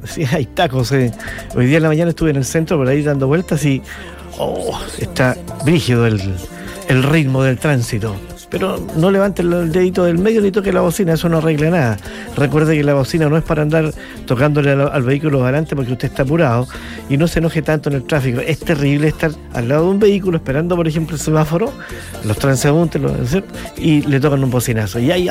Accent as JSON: {"language": "Spanish", "town": "Chillán", "region": "Ñuble", "country": "Chile", "said": "Tenemos programación todo el fin de semana para seguir disfrutando como chilenos, como chillanejos y seguir al frente."}